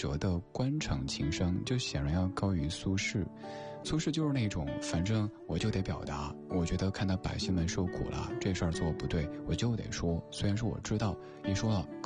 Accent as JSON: {"language": "Chinese", "country": "China"}